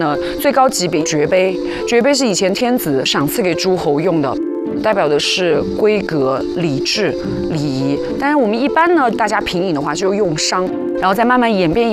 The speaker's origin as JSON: {"language": "Chinese", "country": "China", "said": "我们中国人"}